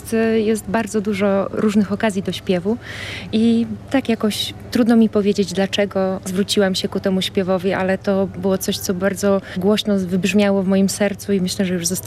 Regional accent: Podlaskie Voivodeship, Poland; first language Polish; moved away as an adult; ja wzrastałam w tej kulturze, wzrastałam wśród też śpiewu tradycyjnego

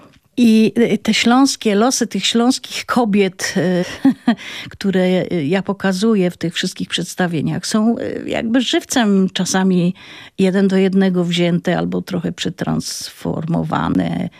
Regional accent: Silesian Voivodeship, Poland; accent: Silesian; że słychać mój akcent, że o, teraz powiedziałaś, o, jak zaśpiewałaś, jak po śląsku.

